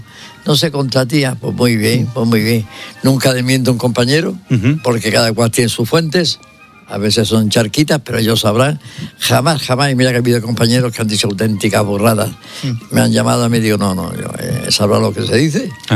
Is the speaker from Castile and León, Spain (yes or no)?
no; Granada, Andalusia, Spain; yo soy granadino, es español y europeo.